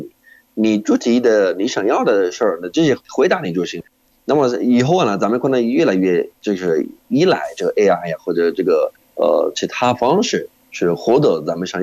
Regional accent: Jordan; Chinese is a second language

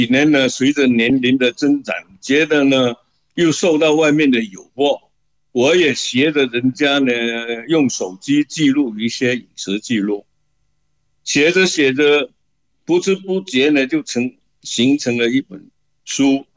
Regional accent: Shantou, Guangdong, China; 我们汕头人呢有个炒海瓜子，我们叫薄壳

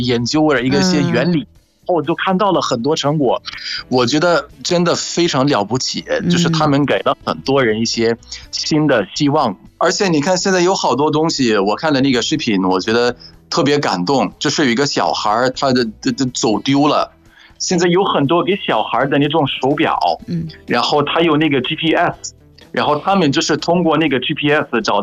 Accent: Egypt; 我是来自埃及的

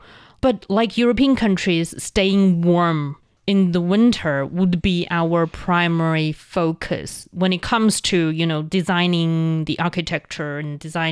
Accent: Inner Mongolia, China; now in Beijing, China; I remember growing up in Inner Mongolia, the highest temperature I experienced would be like 35 degrees.

